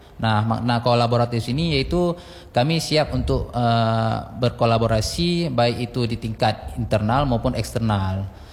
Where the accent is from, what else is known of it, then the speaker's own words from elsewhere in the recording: Banda Aceh, Aceh, Indonesia; saya asli Kota Banda Aceh